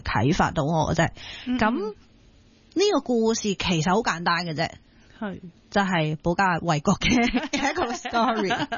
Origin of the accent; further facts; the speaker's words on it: Hong Kong; 我哋香港人系狮子山精神，系好懂得灵活变通，